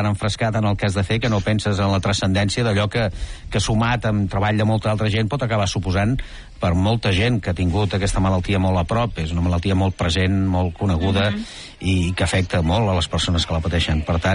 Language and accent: Catalan; Catalonia, Spain; Però vist com a catalana, aquesta capacitat d'assimilar